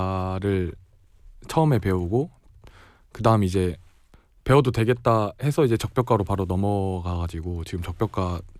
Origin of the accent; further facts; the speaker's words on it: Daejeon, South Korea; 네, 고향 대전입니다.